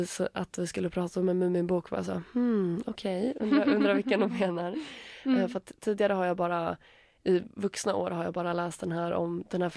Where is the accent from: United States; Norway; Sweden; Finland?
Finland; accent: Finland Swedish; Ursäkta min finlandssvenska.